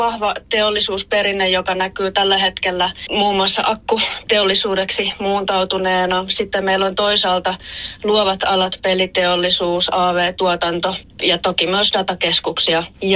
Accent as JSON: {"language": "Finnish", "town": "Kouvola", "region": "Kymenlaakso", "country": "Finland", "said": "Olen tosiaan Kouvolasta lähtöisin. Olen asunut Pohjois- ja Etelä-Kymenlaaksossa"}